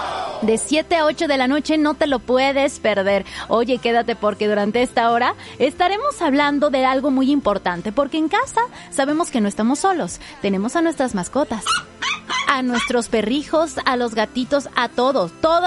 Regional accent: Mexico

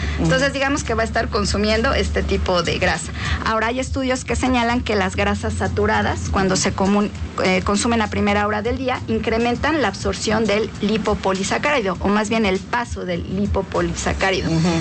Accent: Mexico; nosotros como mexicanos

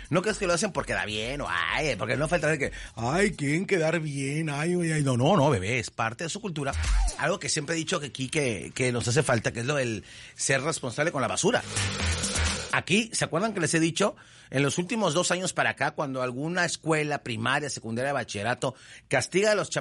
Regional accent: Mexico; Cuando tú vas a Europa y soy mexicano

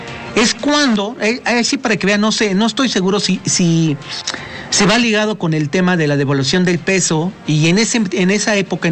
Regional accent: Mexico; nos atoraron como mexicanos.

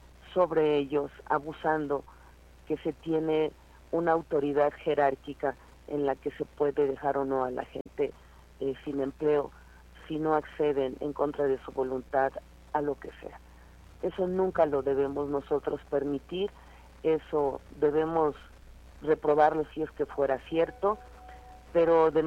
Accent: Tlaxcala, Mexico

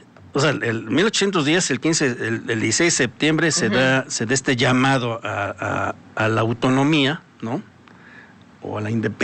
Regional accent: Mexico; Pero creo que vivo acá, ¿no? Y tengo una tarea, ¿no? Como mexicano, ¿no?

